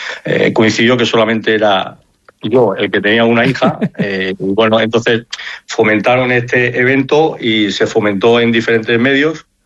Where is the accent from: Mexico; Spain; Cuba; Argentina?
Spain; Santa María del Berrocal, Castile and León; Ávila, abulense, de Santa María de Berrocal, y bueno, y lo sigo siendo. Sí, o sea, sigo llevando a mi pueblo en el corazón y bueno, y aunque me muevo por muchos sitios, pero bueno, mi pueblo siempre es mi pueblo.